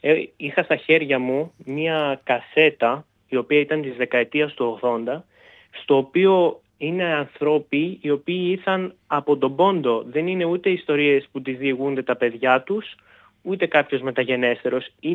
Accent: Mesimeri, Central Macedonia, Greece; εγώ για το χωριό μου εδώ το Μεσημέρι

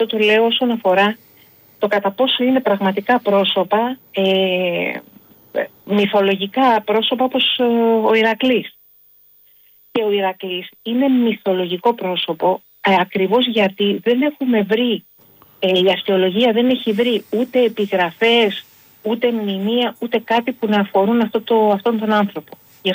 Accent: Greece; επειδή κάποιος με ρώτησε αν είμαι Ελληνίδα, από όσο ξέρω είμαι Ελληνίδα.

